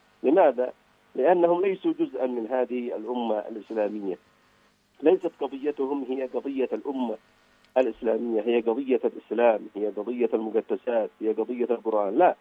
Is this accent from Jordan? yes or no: no; Yemen; نحن كشعب يمني عانينا من هذا النظام كثيرا جدا،